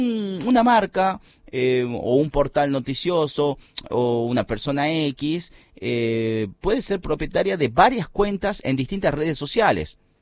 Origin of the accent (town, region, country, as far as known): Argentina